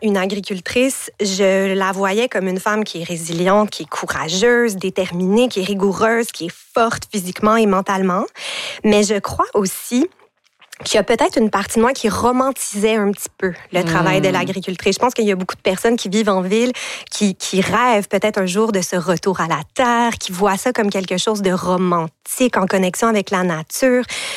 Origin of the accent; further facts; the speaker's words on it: Montreal, Quebec, Canada; Moi, j'ai grandi dans le Myland à Montréal, un quartier central, très urbain.